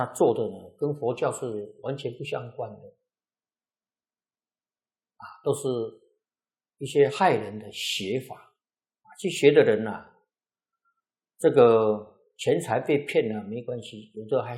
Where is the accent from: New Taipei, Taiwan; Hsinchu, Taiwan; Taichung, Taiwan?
New Taipei, Taiwan; Xizhi; born or raised there